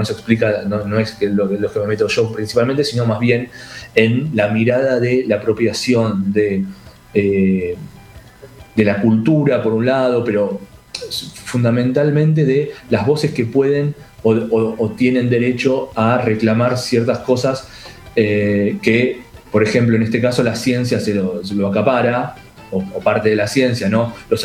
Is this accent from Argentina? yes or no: yes; Argentina; nosotros como argentinos, como cultura, como nación